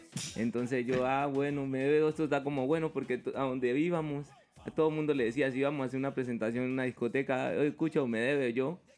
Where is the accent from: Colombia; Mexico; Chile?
Colombia; pues porque nosotros venimos con otra cultura de Colombia y es un poco más picante